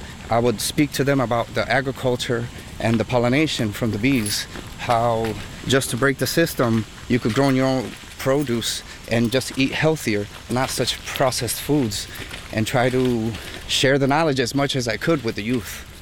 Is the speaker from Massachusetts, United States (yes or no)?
yes; Holyoke, Massachusetts, United States; I grew up in Holyoke, Mass. I was born and raised here.